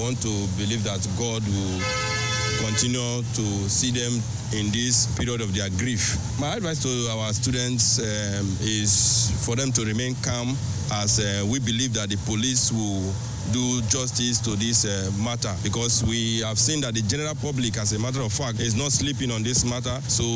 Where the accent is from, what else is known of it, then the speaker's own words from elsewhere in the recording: Nigeria; We, as Nigerian students, we condemn this act